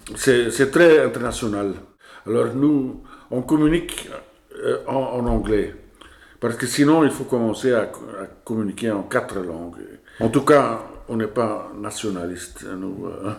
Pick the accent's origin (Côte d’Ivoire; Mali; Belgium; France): Belgium; Flanders; born there; moved away as an adult; also born or lived in Ghent; now in Brussels, Belgium; 1962. J'habite à Bruxelles depuis les années 95. Je suis né à Lost, entre Bruxelles et Gand. J'ai fait mes études à Gand. J'ai habité 15 ans à Gand. Maintenant 40 ans à Bruxelles.